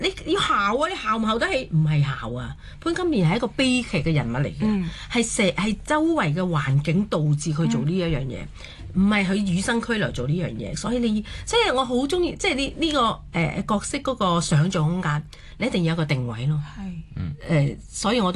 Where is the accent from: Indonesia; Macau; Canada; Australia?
Macau; 我是澳門一個土生土長的人